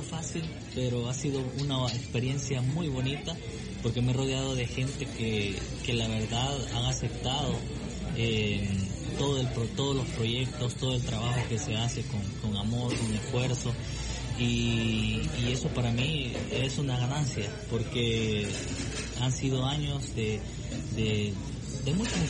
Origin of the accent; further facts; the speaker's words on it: El Salvador; En mi caso, como salvadoreño, con mucho respeto y con mucho porte, trato la manera de interpretar lo mejor posible el género mariachi